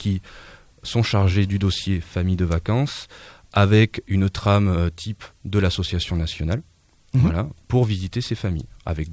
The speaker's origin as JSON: {"language": "French", "town": "Mugron", "region": "Nouvelle-Aquitaine", "country": "France", "said": "Oui, je viens de là-bas, j'habite à Mugron."}